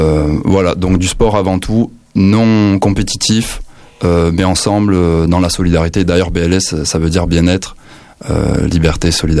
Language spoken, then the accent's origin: French; Toulouse, Occitanie, France; je suis toulousain. J'ai grandi à Toulouse